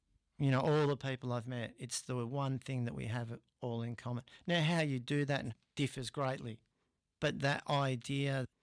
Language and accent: English; Melbourne, Victoria, Australia; I grew up in Melbourne, in a place called Seaford, which was a really horrible place. A tough housing commission area, you know, somewhere it'd be like Ayres or Mount Druitt in New South Wales.